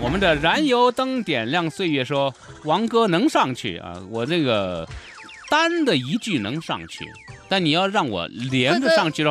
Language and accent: Chinese; Yunnan, China; 你发现咱们云南人没有？